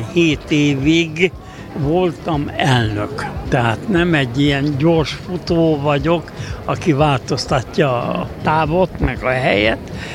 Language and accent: Hungarian; Gávavencsellő, Szabolcs-Szatmár-Bereg, Hungary; moved away; És én mivel cigány kunyhóból jöttem, cigányokkal együtt laktam, egy olyan településen, nevét is megnevezem természetes, mert büszke vagyok rá, Szabolcs-Szatmár megyéből